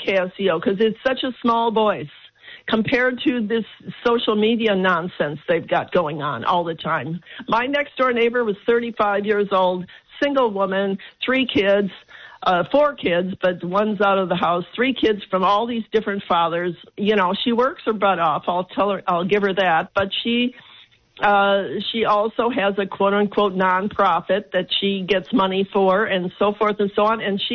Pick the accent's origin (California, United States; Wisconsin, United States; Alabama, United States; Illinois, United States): Illinois, United States; Chicago; moved away; when I grew up in Chicago.